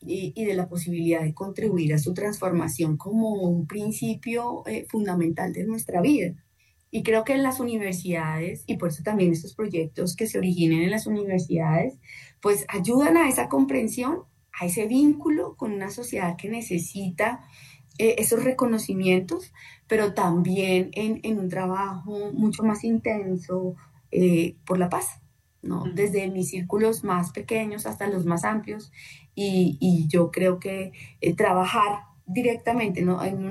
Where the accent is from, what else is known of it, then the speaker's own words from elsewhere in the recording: Colombia; nuestro ciclo vital como colombianos y colombianas.